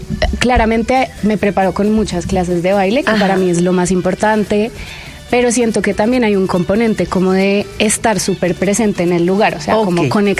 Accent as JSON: {"language": "Spanish", "town": "Bogota", "region": "Bogotá Capital District", "country": "Colombia", "said": "nosotros los cachacos somos muy protagonistas de esta fiesta"}